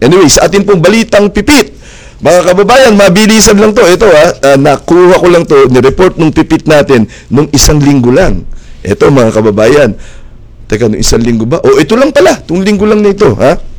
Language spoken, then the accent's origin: Tagalog; Pasig, Metro Manila, Philippines; doon sa bayan namin sa Pasig